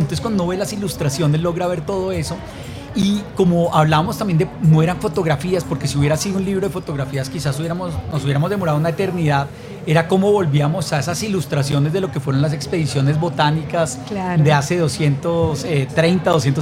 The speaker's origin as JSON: {"language": "Spanish", "country": "Colombia", "said": "es un gran reto que tenemos como colombianos también"}